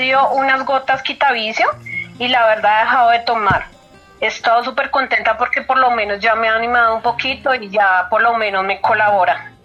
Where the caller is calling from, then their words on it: Guaduas, Cundinamarca, Colombia; De Guaduas, Cundinamarca.